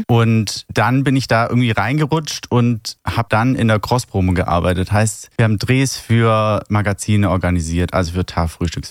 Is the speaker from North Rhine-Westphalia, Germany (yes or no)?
no; Baden-Württemberg, Germany